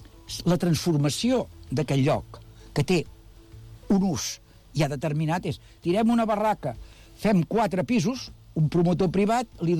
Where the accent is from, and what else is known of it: Badalona, Catalonia, Spain